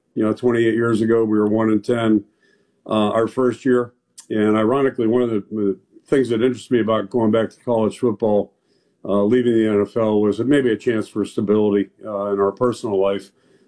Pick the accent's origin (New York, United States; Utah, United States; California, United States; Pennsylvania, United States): Pennsylvania, United States; Pittsburgh; moved away; growing up in Pittsburgh